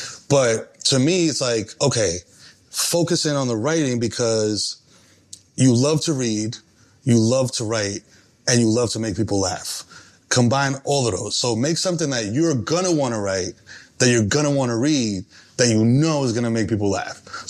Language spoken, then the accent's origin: English; New York City, New York, United States; You know, first generation and growing up in the Bronx, it's like you believe that you can do certain things